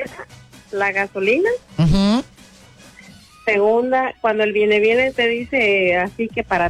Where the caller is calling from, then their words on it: Veracruz, Mexico; De aquí de Veracruz.